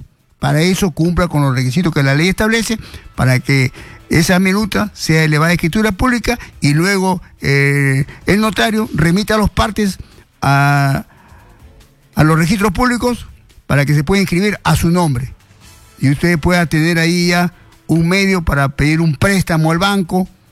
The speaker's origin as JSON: {"language": "Spanish", "town": "Chincha Alta", "region": "Ica", "country": "Peru", "also_born_or_lived": "Chorrillos, Lima", "moved": "yes", "said": "en Pisco, Chincha, mi tierra."}